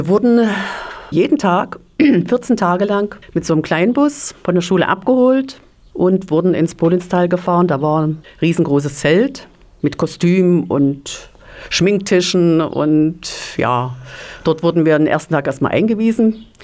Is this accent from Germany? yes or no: yes; Ehrenberg, Germany; Ich komme aus Ehrenberg, also das ist ein Ort, der ein paar Kilometer entfernt ist, auch vom Drehort. Damals, also vor 60 Jahren, war ich 11 Jahre.